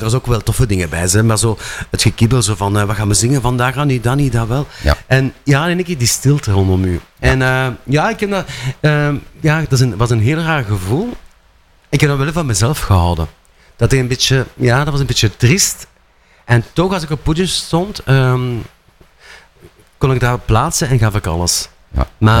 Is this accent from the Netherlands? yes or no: no; Brussels, Brussels-Capital Region, Belgium; accent: Brabant r; Ik kom ook van Brussel trouwens, dan kun je aan mijn re horen.